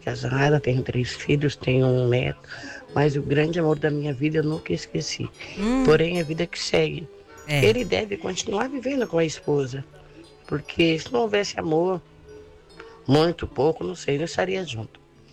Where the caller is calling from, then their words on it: São Paulo, Brazil; eu sou aqui de São Miguel Paulista.